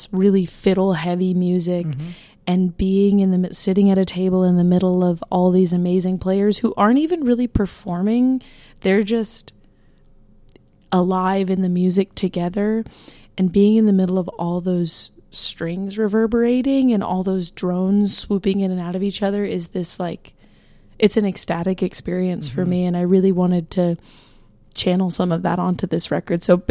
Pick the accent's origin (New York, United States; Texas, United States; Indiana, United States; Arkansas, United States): Arkansas, United States; Fayetteville; we'll do it all again in Fayetteville, which is my hometown. Mm-hmm. I was born and raised in Fayetteville.